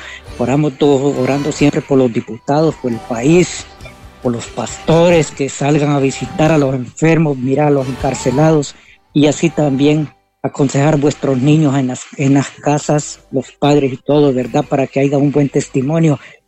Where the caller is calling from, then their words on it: Gualala, Santa Bárbara, Honduras; de aquí de Guacamaya, Gualala.